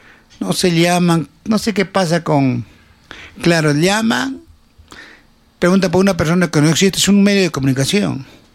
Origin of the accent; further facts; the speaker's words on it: Cerro Colorado, Arequipa, Peru; born there; Yo soy nacido en Cerro Colorado, soy cerreño de nacimiento.